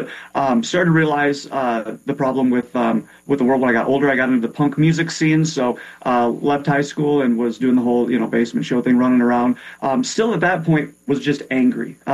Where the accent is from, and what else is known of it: West Union, Iowa, United States; born or raised there